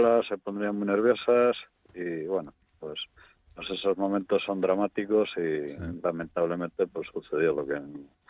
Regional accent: Venta de Baños, Castile and León, Spain; born there; Yo, mira, soy nacido aquí en Venta de Baños, reconozco todo eso

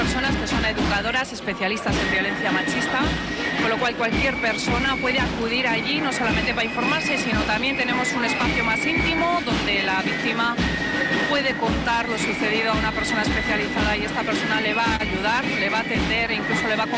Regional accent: Vitoria-Gasteiz, Basque Country, Spain; born there; Soy vitoriana, nacida aquí y para mí es un orgullo estar aquí y además representar a mi ciudad.

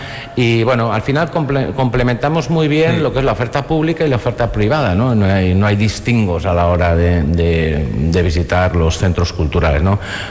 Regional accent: Valencian Community, Spain

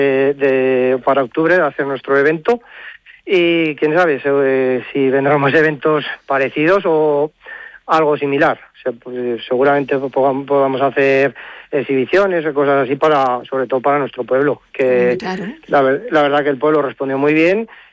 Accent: Cella, Aragon, Spain; somos prácticamente todos de Cella.

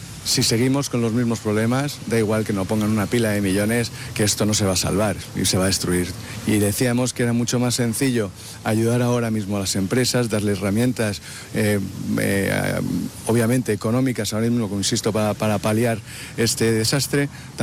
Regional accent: Madrid, Community of Madrid, Spain; now in Ceuta, Spain; Yo soy madrileño y me vine hace 26 años aquí a Ceuta, no lo conocía, y en pocos meses decidí quedarme aquí

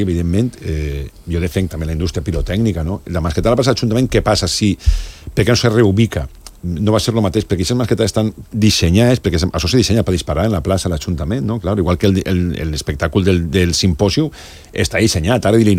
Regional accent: Valencian Community, Spain; com a valencià

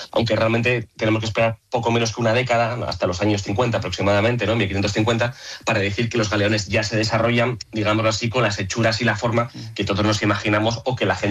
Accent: Asturias, Spain; yo soy asturiano

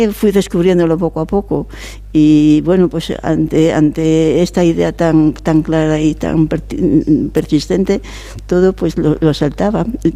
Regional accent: Castile and León, Spain; Yo soy un pueblo de la Ribera del Órbigo. Ah, de cerca de Astorga.

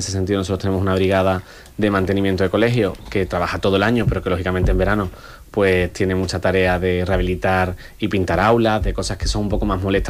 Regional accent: Algeciras, Andalusia, Spain; de haber podido vivir la niñez en Algeciras, de haber podido crecer desde pequeñito, desde que nací en el Hospital Punta Europa

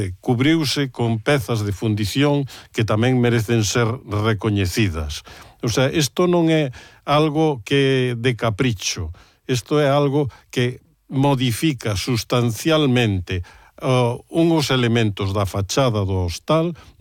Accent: Santiago de Compostela, Galicia, Spain; non son ningún técnico, pero si son unha persona, como moitos composteláns, que temos capacidade de observar e de explicar o que nos parece ben e o que non nos parece ben.

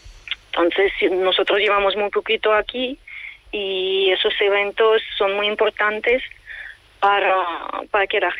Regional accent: Kyiv, Ukraine; Spanish is a second language; Bueno, yo que soy de Kiev, veo espacios que son parte de mi vida, sí, que son sido destrozados o dañados

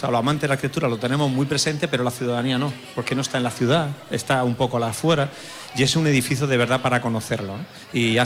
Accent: Galicia, Spain; ¿Me dejas que no conteste? Soy gallego

